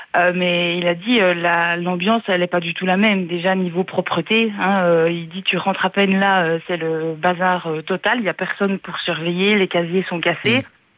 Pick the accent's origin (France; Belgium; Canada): Belgium; Vielsalm, Wallonia; Parce que, par exemple, moi, je viens de Vielsalm.